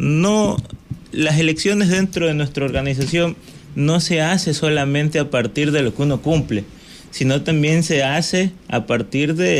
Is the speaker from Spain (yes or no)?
no; Guayaquil, Guayas, Ecuador; Yo soy de Guayaquil.